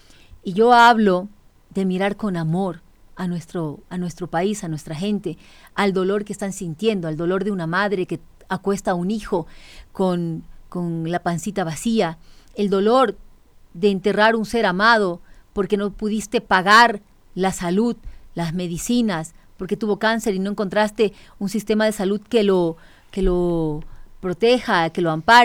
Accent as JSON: {"language": "Spanish", "country": "Ecuador"}